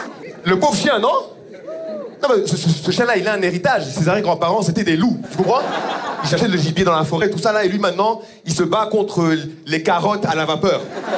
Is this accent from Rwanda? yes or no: yes; Rwanda; mais je ne suis pas béninois du tout, c'est très important. Je suis rwandais.